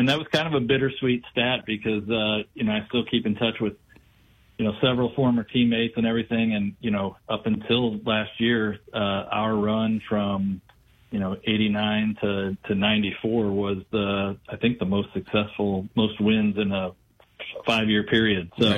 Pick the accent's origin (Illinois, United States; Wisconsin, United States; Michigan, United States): Illinois, United States; Belleville; also born or lived in Edwardsville; I was in Belleville